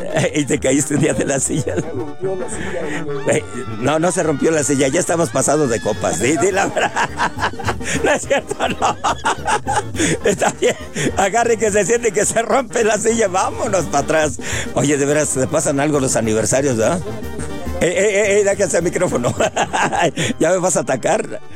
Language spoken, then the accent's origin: Spanish; Jalisco, Mexico; Yo soy de Jalisco, pero de ahí vienen